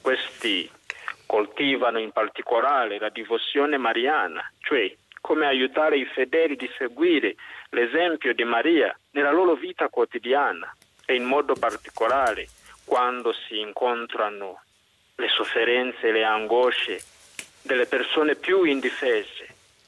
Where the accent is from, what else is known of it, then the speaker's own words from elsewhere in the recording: Uganda; now in Pietralba, Italy; vengo dall'Uganda